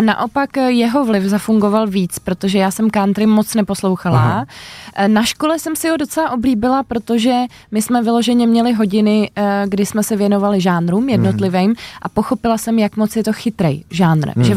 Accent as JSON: {"language": "Czech", "region": "Prague", "country": "Czechia", "tie": "born or raised there", "moved": "as an adult", "lives_now": "near Prague (Roztoky area), Czechia", "said": "Já jsem celoživotně Praha 6."}